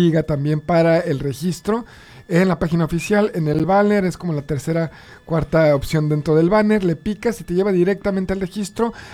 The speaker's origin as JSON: {"language": "Spanish", "town": "Cuernavaca", "region": "Morelos", "country": "Mexico", "said": "Yo soy de Cuernavaca, Morelos"}